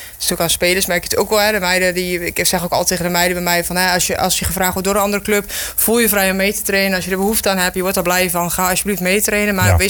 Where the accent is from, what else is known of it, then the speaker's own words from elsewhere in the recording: Overijssel, Netherlands; now in Rijswijk, Netherlands; Nou, in de basis kom ik natuurlijk uit Twente, bij Apollo 8 weg.